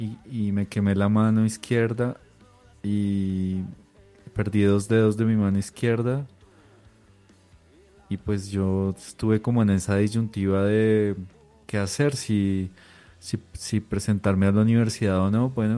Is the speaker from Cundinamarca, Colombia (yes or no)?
yes; Cota, Cundinamarca, Colombia; born there; also born or lived in Bogotá; Después tuve clases con los practicantes de la pedagógica allá en el colegio en Cota. Y después ya me presenté a la pedagógica, ahí pasé y estudié la carrera. Y ya después otra vez volví a mi tierra porque pues prácticamente me la pasaba en Bogotá 5 años.